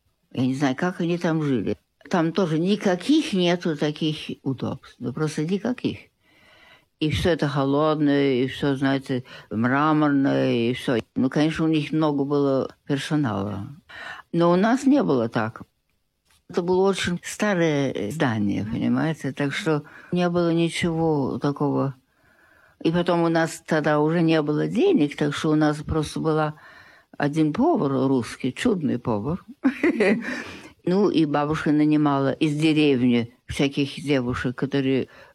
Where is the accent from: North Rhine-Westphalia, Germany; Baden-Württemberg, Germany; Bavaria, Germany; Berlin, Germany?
Bavaria, Germany; moved away as an adult; also born or lived in Yugoslavia / Canada; я всегда... чувствовала, что я русская, но я не была никогда в России. Мы выросли там, в Германии.